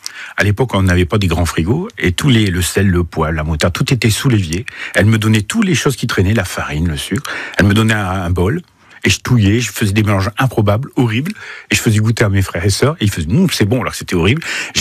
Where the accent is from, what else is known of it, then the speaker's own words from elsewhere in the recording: Aubourdin, Hauts-de-France, France; born there; also born or lived in Seclin; moi, je suis né à Aubourdin, en 64. Et mes parents étaient bouchers-charcutiers à Seclin. Et donc je suis fils de boucher-charcutier